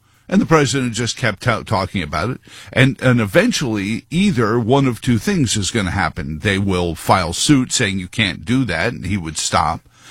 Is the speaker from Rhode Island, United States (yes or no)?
no; New York City, New York, United States; moved away; Grew up there. My hometown is New York City. Queens, technically. Not far from where President Trump grew up. He's about 10 years my senior.